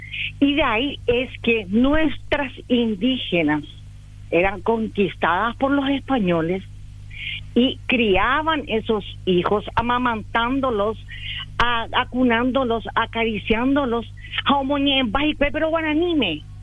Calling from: Paraguay; Yo creo que los paraguayos tenemos un privilegio, como ningún país del mundo, de tener dos lenguas oficiales.

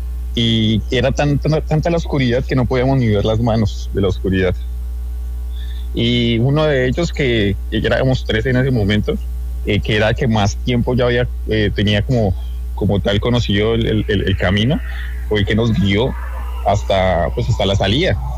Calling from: Boyacá, Colombia; Yo soy de Boyacá.

